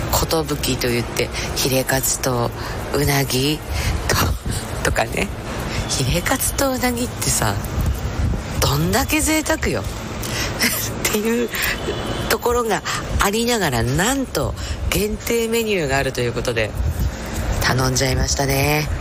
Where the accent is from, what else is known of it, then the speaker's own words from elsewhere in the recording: Iwaki, Fukushima, Japan; 私いわき市内郷の出身で高坂小学校内郷一中の出身でございます。